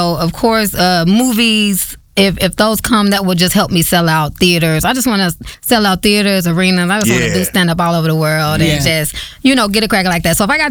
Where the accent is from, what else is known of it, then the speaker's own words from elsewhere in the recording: Chicago, Illinois, United States; Mm-hmm, Southside, born and raised.